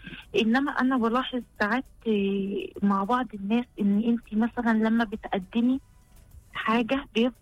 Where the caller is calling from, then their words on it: Kafr El Sheikh Governorate, Egypt; انا من محافظه كفر الشيخ